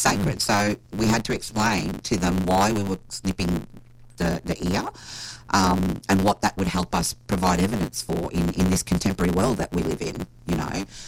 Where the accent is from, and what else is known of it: Tully, Queensland, Australia; born or raised there